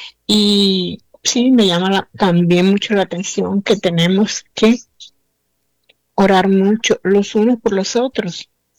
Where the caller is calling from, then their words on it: Cartagena, Bolívar, Colombia; De aquí, de Cartagena, del barrio Chipre.